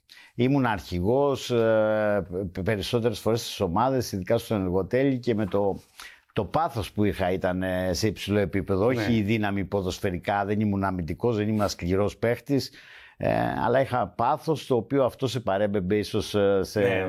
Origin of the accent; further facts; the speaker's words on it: Agia Varvara, Attica, Greece; Στην πλατεία, στα Καμίνια, εκεί στην Αγία Βαρβάρα, εκεί που μεγάλωσα, ναι, παίζαμε μπάλα.